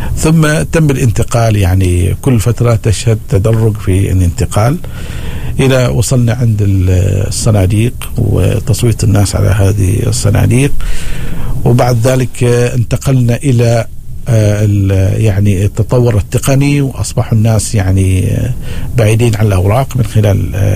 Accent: Oman; أنا أول عماني

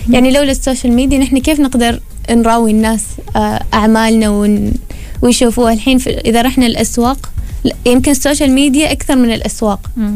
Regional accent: Muscat, Muscat Governorate, Oman; فهنا نحن عندنا في مسقط

